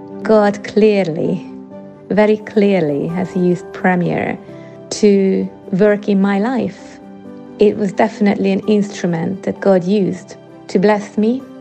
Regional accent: Hungary; now in United Kingdom; I grew up in Hungary, and church there is very different than the one we have here in the UK.

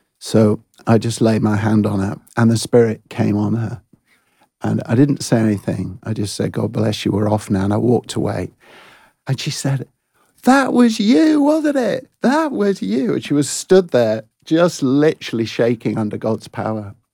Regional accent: Blackburn, North West England, United Kingdom; now in Edenbridge, United Kingdom; I'm from Blackburn

